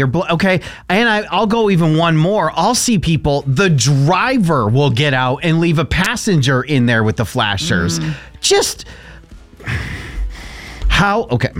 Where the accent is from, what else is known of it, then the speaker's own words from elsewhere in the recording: Bristol, United States; where I grew up in Bristol